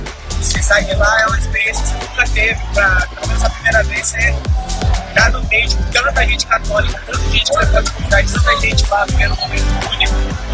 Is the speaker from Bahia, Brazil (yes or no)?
no; Campinas, São Paulo, Brazil; Campinas.